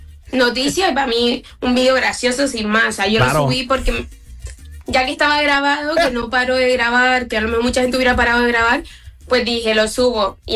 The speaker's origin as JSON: {"language": "Spanish", "region": "Canary Islands", "country": "Spain", "said": "De las Islas Canarias"}